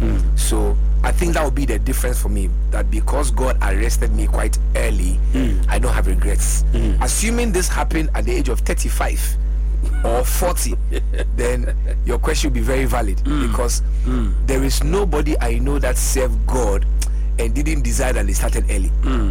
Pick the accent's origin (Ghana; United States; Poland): Ghana; Accra, Greater Accra; born there; People who are raised in Accra, you know, we don't like traveling. We think like the whole Ghana is Accra.